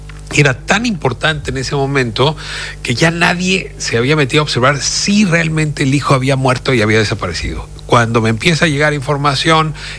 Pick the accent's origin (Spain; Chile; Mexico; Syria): Mexico; en mi país, en México